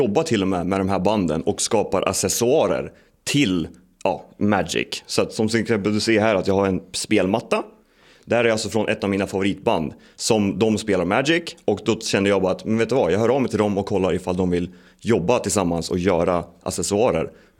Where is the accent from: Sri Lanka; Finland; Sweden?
Sweden; Jag gillar inte, jag är för svensk för att säga det.